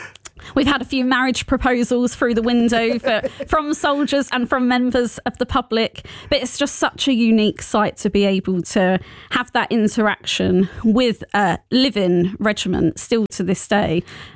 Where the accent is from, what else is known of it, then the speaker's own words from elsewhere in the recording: Chingford, London, United Kingdom; I grew up in Chingford.